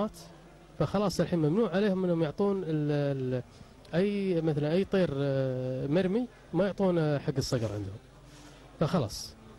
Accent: Kuwait; احنا بالكويت

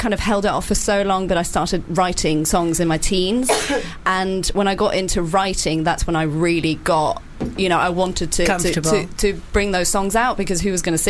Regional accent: Norway; first language Norwegian; English is a second language; Well, I'm Norwegian. So Norwegian is my first language.

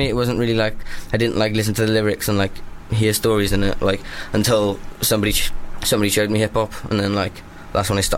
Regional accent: Wales, United Kingdom; accent: Welsh; Pembrokeshire. Literally, we're closer to Ireland than England.

